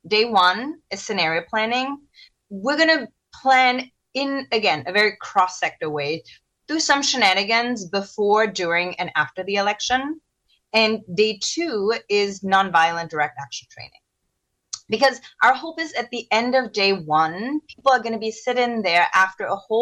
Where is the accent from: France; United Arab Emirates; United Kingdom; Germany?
Germany; now in New York City, United States; I was born and raised in Germany, and my family comes from South Korea.